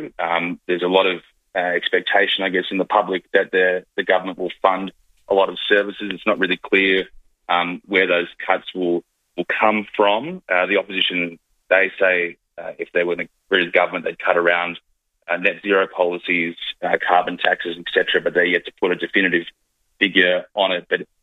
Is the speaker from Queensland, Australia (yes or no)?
no; Sydney, New South Wales, Australia; I grew up in Sydney, and when you go on a road trip in Sydney